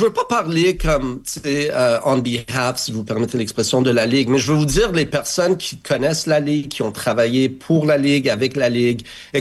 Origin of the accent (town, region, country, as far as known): Montreal, Quebec, Canada